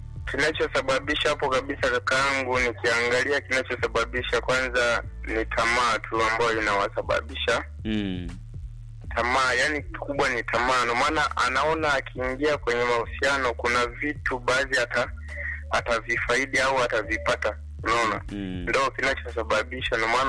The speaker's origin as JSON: {"language": "Swahili", "country": "Tanzania", "said": "sisi ni Watanzania"}